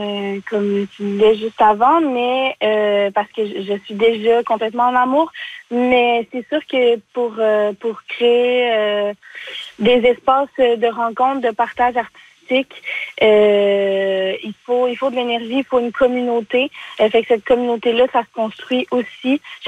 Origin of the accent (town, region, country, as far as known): Quebec, Canada; moved away as an adult; now in Montreal, Canada